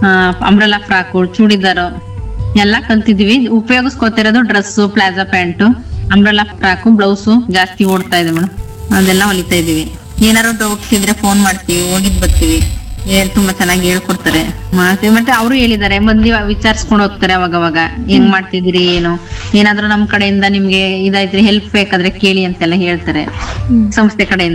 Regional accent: Kallahalli, Karnataka, India; ನಾವು ಕಲ್ಲಳ್ಳಿ, ಹುಣಸೂರಿಂದ 25 ಕಿಲೋಮೀಟ್ರು ಬರ್ಬೇಕ ಕಲ್ಲಳ್ಳಿ ಅಂತ ಒಂದು ಹಳ್ಳಿ.

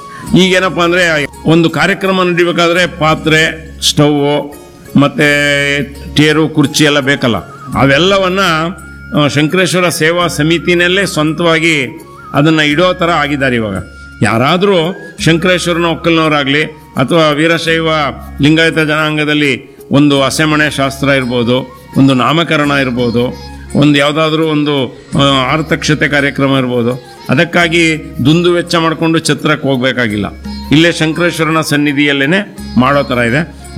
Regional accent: Karnataka, India; ನಮ್ಮೂರಿನಲ್ಲಿ ಇದು ದೇವಾಲಯಗಳ ಊರು ಅಂತ ಹೇಳ್ಬೋದು ತೆರಣಿಮಂಟಿ

